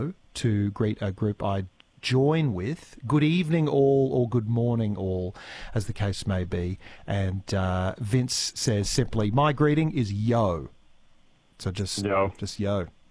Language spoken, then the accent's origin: English; Australia; I feel like in the first word we're saying to someone as an Australian, sometimes we're being ironic immediately